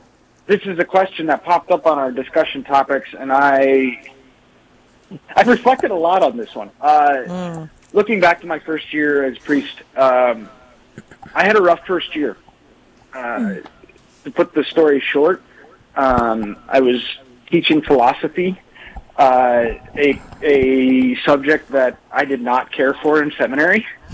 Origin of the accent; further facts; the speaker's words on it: Dickinson, North Dakota, United States; As you said … I grew up in Dickinson, Trinity School, all my life.